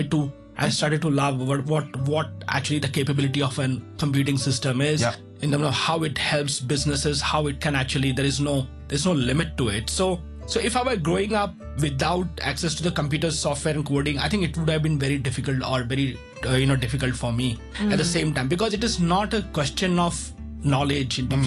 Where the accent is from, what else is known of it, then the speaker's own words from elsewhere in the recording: Mumbai, Maharashtra, India; now in Hong Kong; when I was growing up in Mumbai